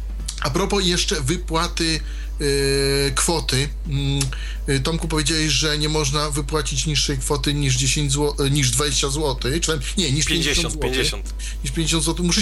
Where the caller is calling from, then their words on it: eastern Poland, Poland; dzwonię z Polski C